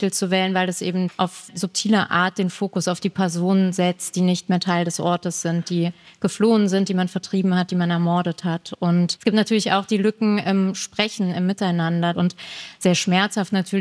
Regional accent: Hermeskeil, Rhineland-Palatinate, Germany; In Hermeskeil, wo ich geboren bin, wo ich aufgewachsen bin, gab es eine sehr kleine jüdische Gemeinde.

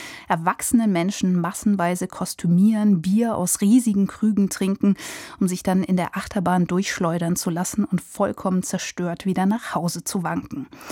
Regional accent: Munich, Bavaria, Germany; Als Münchnerin

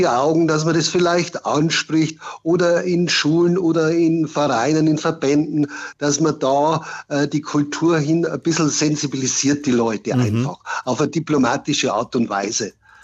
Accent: Regensburg, Bavaria, Germany; Ich bin ja aus Regensburg

